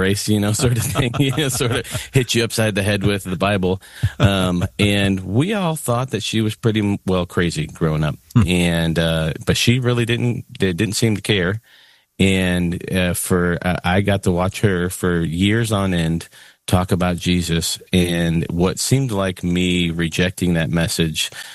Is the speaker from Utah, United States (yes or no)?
no; Illinois, United States; No, I grew up in the Chicago suburbs